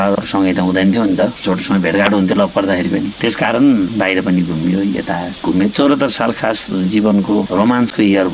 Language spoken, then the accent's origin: Nepali; Kavre, Bagmati, Nepal; मेरो घर काभ्रे हो, सिमथली कोसीबारी भुम्लु, म चाहिँ गाउँमा जन्मिया हुर्क्या